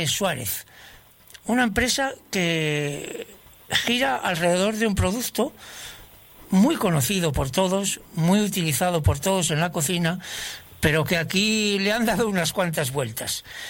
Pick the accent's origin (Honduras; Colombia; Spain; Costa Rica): Spain; Laredo, Cantabria; A mí me pasa lo mismo, pero en Laredo, en Cantabria.